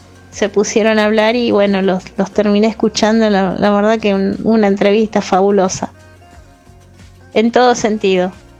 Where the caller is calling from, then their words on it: Buenos Aires, Argentina; de Caballito